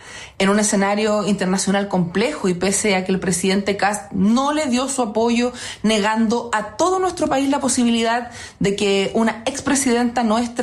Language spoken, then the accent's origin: Spanish; Chile